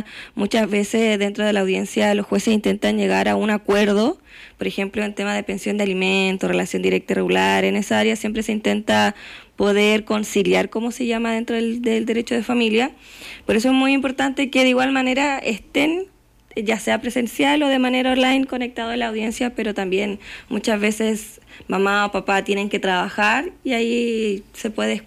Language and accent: Spanish; Ovalle, Coquimbo, Chile; born there; soy abogada, nací acá en Ovalle